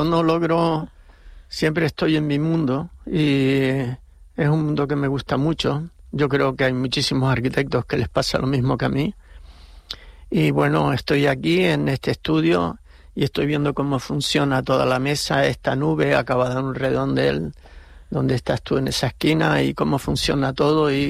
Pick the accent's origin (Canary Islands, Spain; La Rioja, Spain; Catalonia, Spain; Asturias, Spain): Canary Islands, Spain